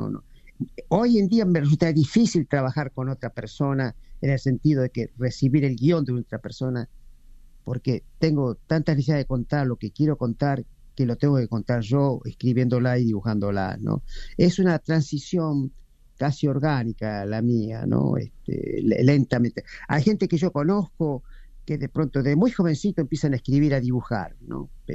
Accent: Buenos Aires, Argentina; Y nací en Buenos Aires.

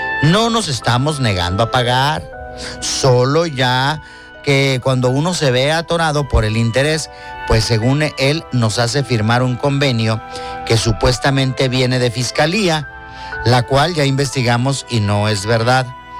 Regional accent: Villa Ahumada, Chihuahua, Mexico; Les cuento que somos alrededor de 50 personas en esta situación. Somos de Villa Ahumada, Chihuahua. Vivimos en una comunidad perteneciente a este municipio.

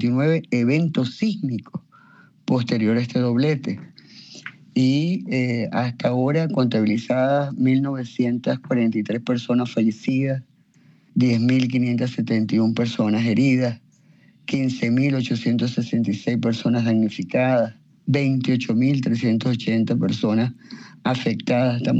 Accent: Venezuela; now in Mexico; lo digo además como venezolana

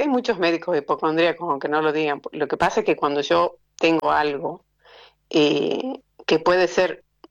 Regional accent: San Miguel de Tucumán, Tucumán, Argentina; now in Yerba Buena, Argentina; Viví en la capital de Tucumán toda mi vida hasta que me casé y me vine para acá. Qué cerquita, ¿no? Es a 30 minutos en auto

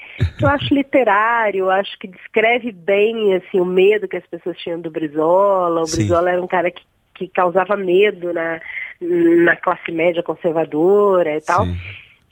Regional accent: Minas Gerais, Brazil; eu não sou carioca, né? Sou. Uhum. Mineira, não tenho uma ligação.

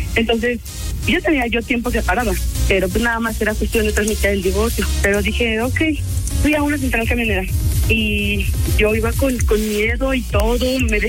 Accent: Guanajuato, Mexico; Él es de Pachuca, yo soy de acá, de Guanajuato.

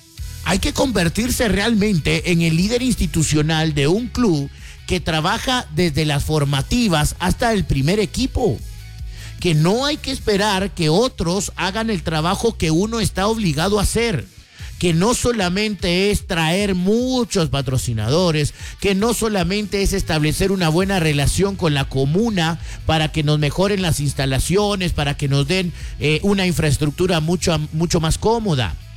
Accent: Guatemala; como somos los guatemaltecos.

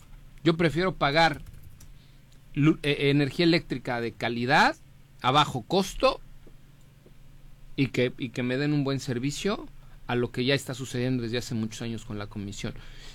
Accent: Mexico; somos muchos mexicanos.

